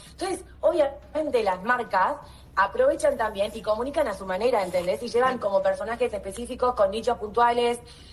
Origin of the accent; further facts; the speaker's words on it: Argentina; como persona argentina que soy